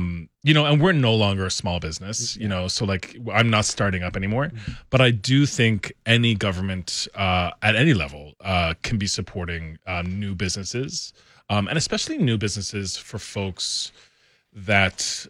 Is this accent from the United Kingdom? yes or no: no; Newfoundland and Labrador, Canada